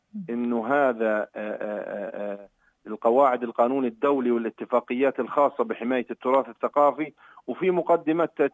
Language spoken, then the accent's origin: Arabic; Palestine; كفلسطينيين